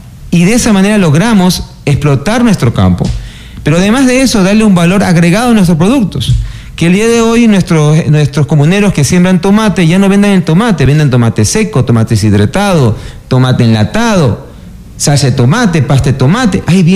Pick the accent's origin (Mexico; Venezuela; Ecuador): Ecuador; Así que me fui a trabajar a Estados Unidos, como muchos ecuatorianos que buscan las oportunidades.